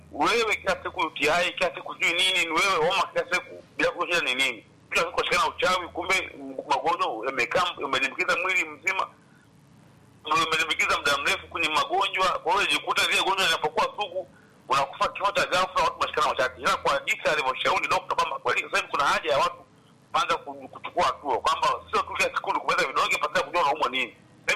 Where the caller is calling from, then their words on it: Bunda, Mara, Tanzania; mimi ni kutoka Panza shule ya Bunda hapa.